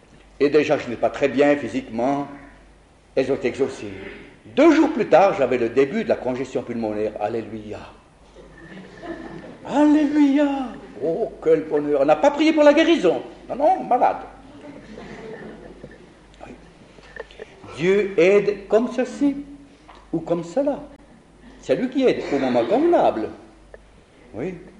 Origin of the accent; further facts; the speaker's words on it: Italy; now in Paris, France; puisque je suis italien, à Paris chez moi, à domicile, et me dire, vous êtes italien, votre place est sur le front.